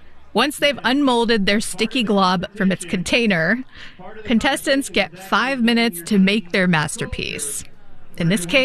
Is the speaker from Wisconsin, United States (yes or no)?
no; North Carolina, United States; In my home state of North Carolina, we put it on everything from burgers to biscuits.